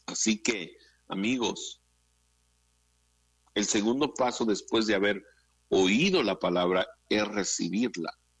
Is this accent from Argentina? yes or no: no; Mexico; como pueblo evangélico, y especialmente si somos mexicanos